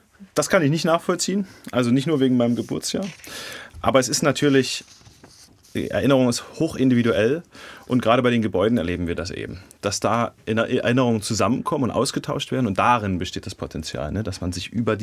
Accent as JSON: {"language": "German", "town": "Jena", "region": "Thuringia", "country": "Germany", "tie": "born or raised there", "lives_now": "Osmannstedt, Germany", "said": "Ich bin in Jena-Presnitz groß geworden."}